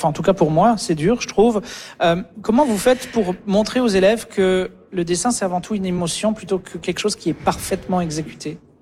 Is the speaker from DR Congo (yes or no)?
no; France; moved away; Même quand je vais en France visiter ma famille, eh ben, je trouve des livres de Marianne Dubuc dans ma ville natale.